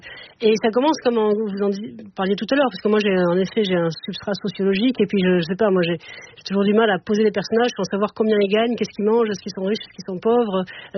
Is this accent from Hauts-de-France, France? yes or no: no; Montpellier, Occitanie, France; born there